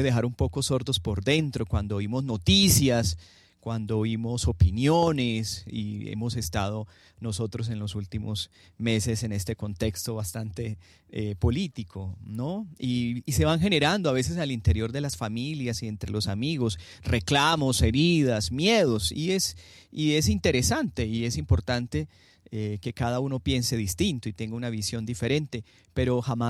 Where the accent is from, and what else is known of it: Colombia